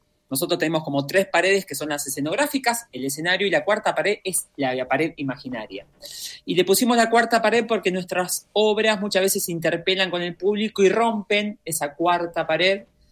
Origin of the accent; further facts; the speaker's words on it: Argentina; Nosotros venimos de Argentina